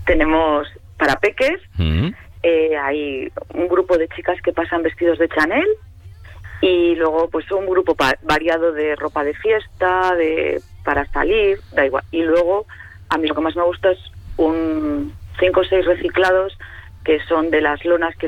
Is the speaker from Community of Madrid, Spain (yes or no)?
no; Serrada, Castile and León, Spain